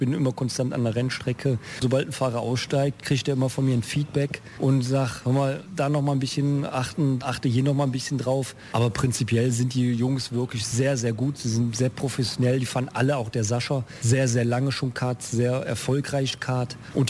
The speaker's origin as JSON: {"language": "German", "town": "Eschweiler", "region": "North Rhine-Westphalia", "country": "Germany", "said": "Wir kommen ja alle aus Eschweiler."}